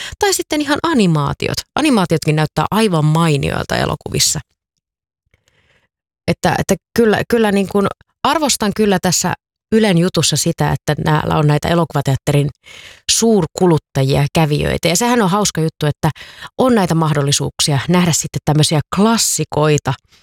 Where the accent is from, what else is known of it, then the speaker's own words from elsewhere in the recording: Savonlinna, South Savo, Finland; muistan itsekin ajan lapsena, kun Savonlinnassa ensimmäistä kertaa elokuvateatterissa kävin, niin oliko siellä 3-4? Taisi olla 3 vielä elokuvateatteria Savonlinnassa 90-luvulla